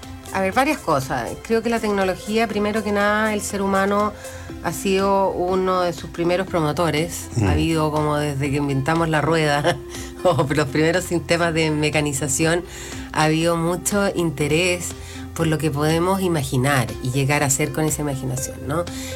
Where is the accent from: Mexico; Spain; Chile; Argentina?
Chile; somos todos chilenos, pero no somos todos iguales.